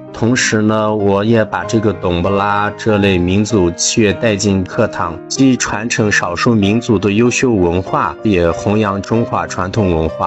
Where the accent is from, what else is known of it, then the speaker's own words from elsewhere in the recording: China; 我当时作为中国人的那种自豪感真的是无以言表，